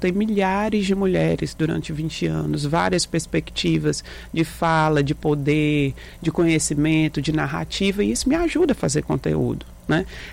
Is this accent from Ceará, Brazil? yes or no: yes; Fortaleza, Ceará, Brazil; eu sou da periferia de Fortaleza